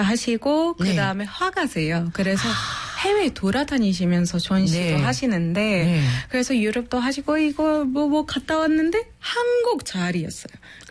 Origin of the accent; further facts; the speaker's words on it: Alexandria, Alexandria Governorate, Egypt; Korean is a second language; now in South Korea; 저는 이집트 알렉산드리아에서 온 … 한국 온 지 6년 됐고